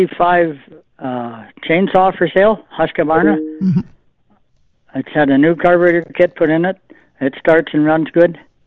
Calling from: Rathwell, Manitoba, Canada; Yeah, good day. Rathwell.

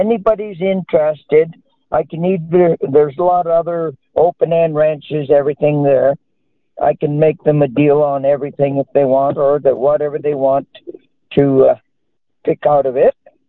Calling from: Stonewall, Manitoba, Canada; I'm calling from Stonewall, Manitoba.

